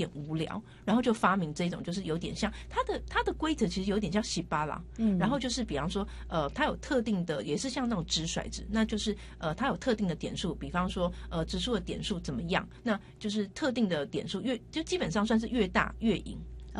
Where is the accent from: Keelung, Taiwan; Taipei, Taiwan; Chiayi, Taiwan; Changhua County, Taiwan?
Taipei, Taiwan; also born or lived in Tainan; 因为像我本身是台南人嘛，那我从小生活在台北，那我就其实我居住的地区就是没有这样子的习惯，